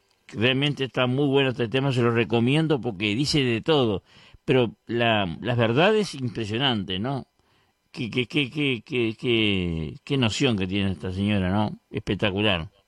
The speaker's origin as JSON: {"language": "Spanish", "town": "Vergara", "region": "Treinta y Tres", "country": "Uruguay", "said": "Un saludo para todos mis pueblos, la gente de mi pueblo, de Vergara"}